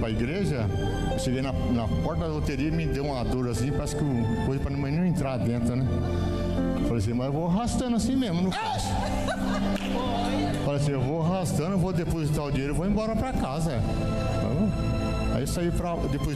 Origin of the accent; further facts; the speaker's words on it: Curitiba, Paraná, Brazil; Sou lá de Curitiba, mas eu vim aqui com todo prazer, irmão.